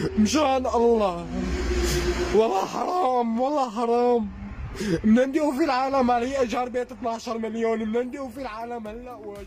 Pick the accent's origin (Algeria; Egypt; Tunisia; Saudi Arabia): Egypt; now in Syria; انا مواطن مصري، ما لي علاقه لا بالنظام ولا لي علاقه بهدول ولا بهدنك ولا بحدا